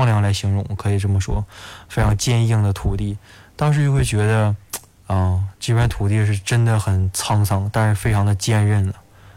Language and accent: Chinese; Northeast China, China; 而且还想到我们东北人特有的特色